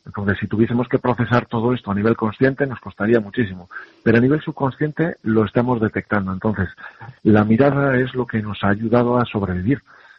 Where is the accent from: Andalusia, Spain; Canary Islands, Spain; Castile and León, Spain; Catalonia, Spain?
Castile and León, Spain; Burgos; now in Galicia, Spain; provengo de Burgos y ¿sí? allí esta fiesta no está tan interiorizada dentro de la cultura. Bueno, pero desde que estoy en Galicia